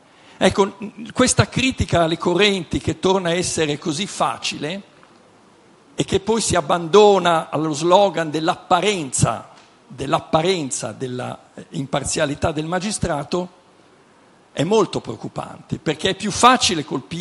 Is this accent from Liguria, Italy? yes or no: yes; Genoa, Liguria, Italy; come diciamo a Genova